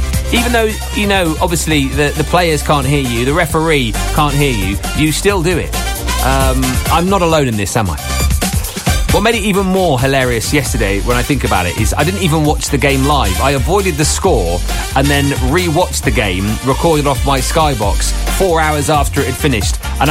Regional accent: South West England, United Kingdom; As a lot of you know, I'm from Devon originally, so I support the Exeter Chiefs.

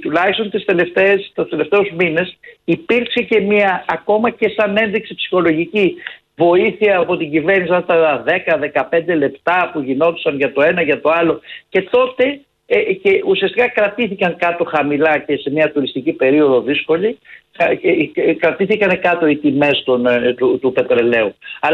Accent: Greece; Εμείς ως Έλληνες είμαστε λίγο τυχεροί.

